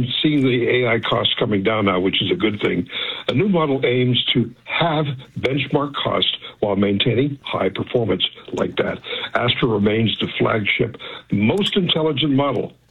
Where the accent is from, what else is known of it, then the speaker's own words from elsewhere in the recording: Australia; now in Canada; I mean, I'm an Australian citizen as well as a Canadian, so I worked in that wonderful country of mine for 18 years